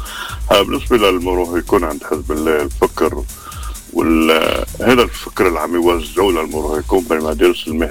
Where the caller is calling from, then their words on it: Lebanon; وأنا كوني لبناني وكوني عندي عائلة وعندي أطفال